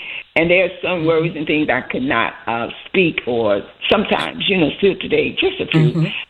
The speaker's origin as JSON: {"language": "English", "town": "Chicago", "region": "Illinois", "country": "United States", "tie": "born or raised there", "said": "I grew up in Bronzeville since 1968, so about 50 years."}